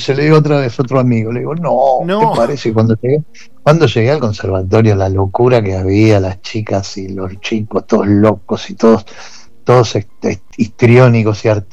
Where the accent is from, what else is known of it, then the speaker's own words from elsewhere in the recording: Banfield, Buenos Aires Province, Argentina; Yo me crié en ese Banfield, que es todo de banda de amigos, y toda la banda de ahí de Banfield.